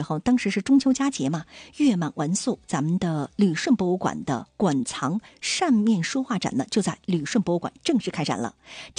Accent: Dalian, Liaoning, China; 也可以尝试安排一下咱们家乡大连的文化之旅。

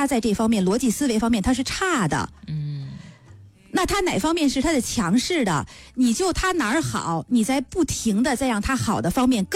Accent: China; 我们中国人爱什么呀

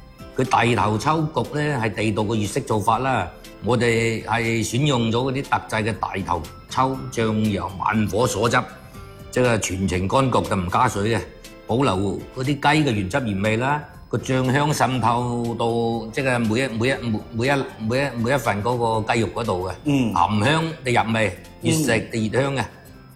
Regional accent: Guangdong, China; 我哋廣東人

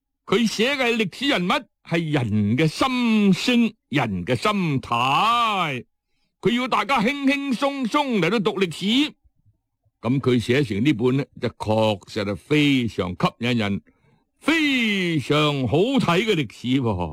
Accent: Guangzhou, Guangdong, China; 跟我们广州话讲法呢，就是明朝那些事啦，明朝那些事啊。

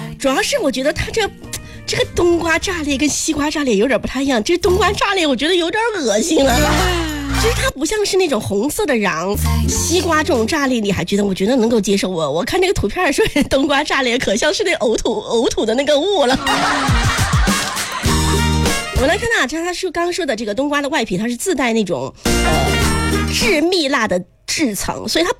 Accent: Sichuan, China; accent: Sichuanese; 就我们四川话叫老辈子

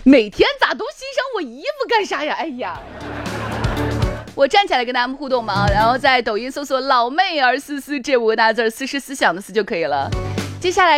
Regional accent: Shaanxi, China; 我们陕西话每一句话都是这样子的

